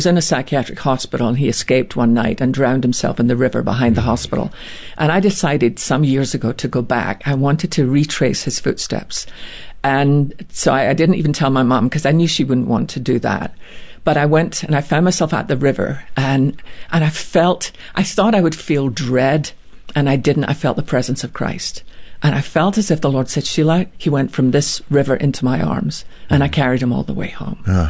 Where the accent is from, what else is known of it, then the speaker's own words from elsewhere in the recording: Scotland, United Kingdom; Because we're Scottish, we just get on with life.